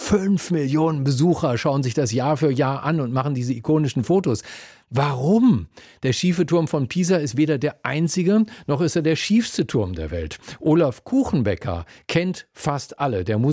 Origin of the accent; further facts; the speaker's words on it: Hamelin, Lower Saxony, Germany; Als gebürtiger Hamelner, ja, weiß ich, wie das ist, wenn die eigene Stadt weltweit berühmt ist für etwas, für das man sich eigentlich schämen müsste.